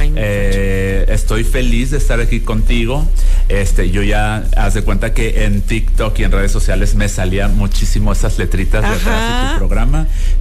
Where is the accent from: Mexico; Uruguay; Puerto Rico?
Mexico; Guadalajara, Jalisco; born there; now in Mexico City, Mexico; Según yo nací en Guadalajara, venía por un año nada más a la Ciudad de México a tomarme fotos con los famosos.